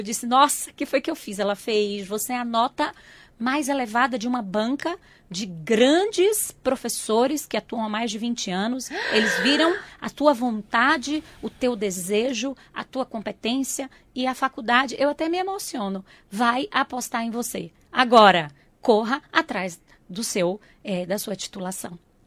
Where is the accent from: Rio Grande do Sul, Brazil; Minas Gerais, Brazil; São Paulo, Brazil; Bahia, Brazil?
Bahia, Brazil; João Dourado; also born or lived in Irecê; Então, eu sou natural de Irecê, mas a minha cidade é João Dourado.